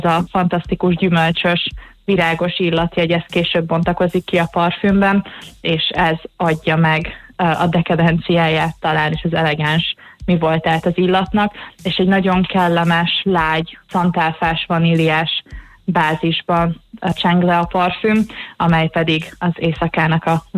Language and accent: Hungarian; Tihany, Veszprém County, Hungary; Én ugye Tihanyban nőttem fel, és igazi balatoni lány vagyok